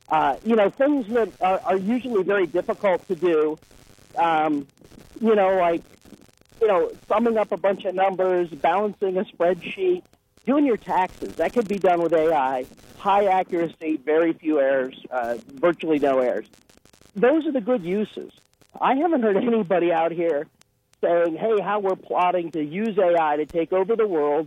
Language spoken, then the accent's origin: English; Ohio, United States; I'm an Ohioan, right? I grew up in Ohio. Like I said, I live there.